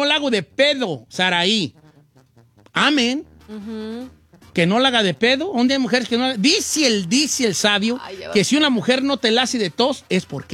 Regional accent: Michoacán, Mexico; trabajo 8 horas, hago uñas acrílicas, también hago postres, cocino de todo y soy de Michoacán.

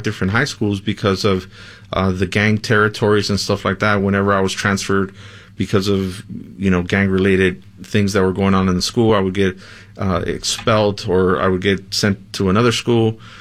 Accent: Watts, California, United States; also born or lived in Mexico; So, although I was born in Mexico, I was raised in Watts, and at a young age, I got, you know, initiated into a gang

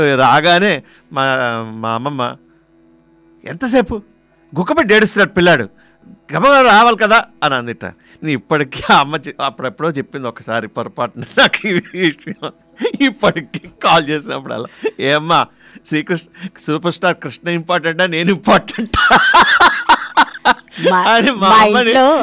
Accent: Vizianagaram, Andhra Pradesh, India; born there; విజయనగరంలో పుట్టాను, మన ఆంధ్రప్రదేశ్లో ఉన్న విజయనగరం, అప్పట్లో మంచి పేరుగాంచిన విజయనగరంలో పుట్టాను.

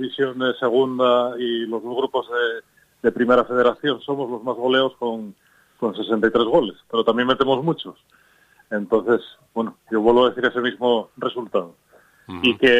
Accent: Lugo, Galicia, Spain; born there; Yo, aunque soy el capellán del Avilés, yo he nacido en Lugo, en La Milagrosa, en el año 73. O sea, sí, que eso, porque mi familia es padres y abuelos todos gallegos, mis abuelos ya están fallecidos.

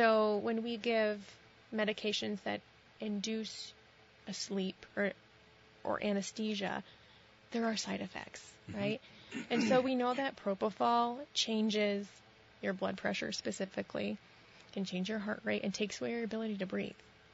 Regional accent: Sheldon, Vermont, United States; Not far. I grew up in Sheldon, Vermont.

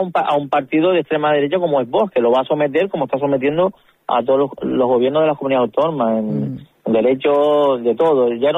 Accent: Lanzarote, Canary Islands, Spain; nosotros somos de la isla, tanto tú como yo de Mersa hemos tenido la oportunidad de hacer nuestro trabajo profesional aquí, de vivir aquí, de tener nuestra casa. Nuestros padres también vivieron aquí, nuestros abuelos

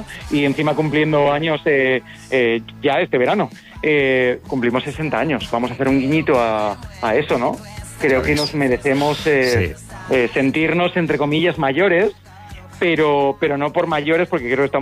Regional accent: Valencian Community, Spain; como pasa en mi tierra en Valencia

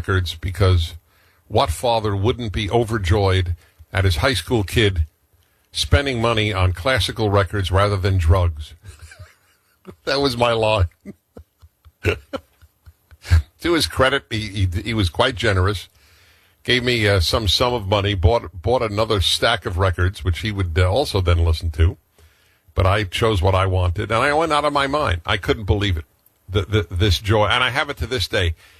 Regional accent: New York City, New York, United States; I grew up in New York City.

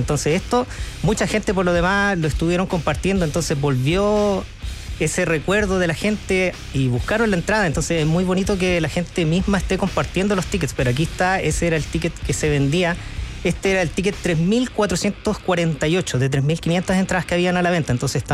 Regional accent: Chile; Entonces es algo que yo siento que como chilenos debemos sentir un orgullo

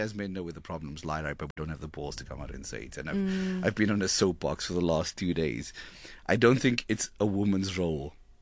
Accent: South Africa; We're such a desensitized society in South Africa, right?

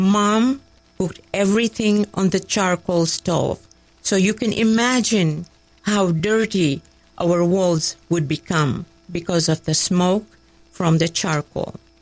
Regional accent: Dar es Salaam, Tanzania; born there; I was born in Dar es Salaam, Tanzania, East Africa, to the most wonderful parents in the world, and loving grandparents.

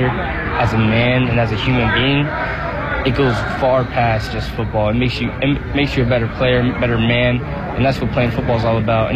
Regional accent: Glen Burnie, Maryland, United States; I thought about the service academies, knew nothing about it growing up in Glen Burnie.

